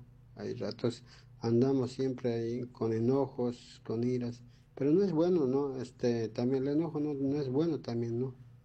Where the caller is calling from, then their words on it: La Paz, Bolivia; Yo soy uno de la paz, soy